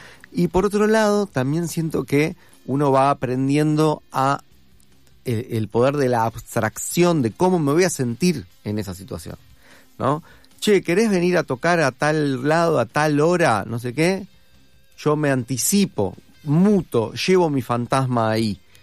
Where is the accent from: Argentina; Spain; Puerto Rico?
Argentina